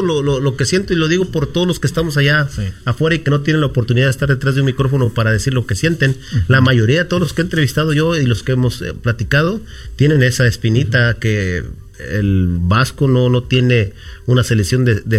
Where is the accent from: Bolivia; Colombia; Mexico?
Mexico; now in United States; somos mexicanos y vivimos en este país